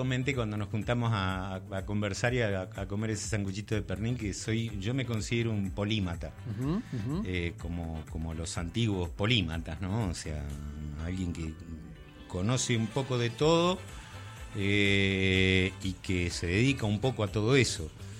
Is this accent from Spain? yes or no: no; Bahía Blanca, Buenos Aires Province, Argentina; Primero a reconocer mi país que no conocía. Me llevó 9 años conocer el norte. Yo soy de la Patagonia, digamos. Bahía Blanca es...